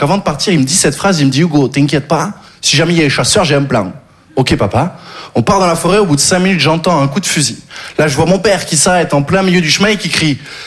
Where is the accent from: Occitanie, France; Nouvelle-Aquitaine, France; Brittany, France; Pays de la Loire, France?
Occitanie, France; Je viens du Sud, j'ai grandi dans le Gard. Le Gard, vous connaissez?